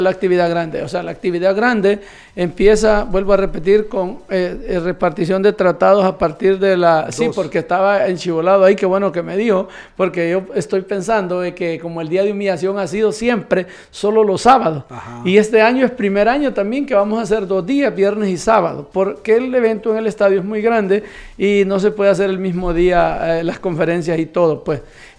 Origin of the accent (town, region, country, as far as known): Honduras